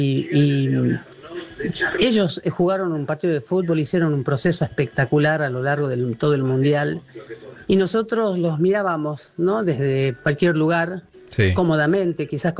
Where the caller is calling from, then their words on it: Tucumán, Argentina; de Tucumán.